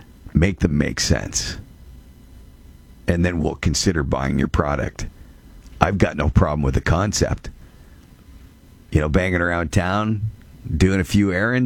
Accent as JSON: {"language": "English", "country": "Canada", "said": "If there is something I feel embarrassed about as a Canadian, that's it."}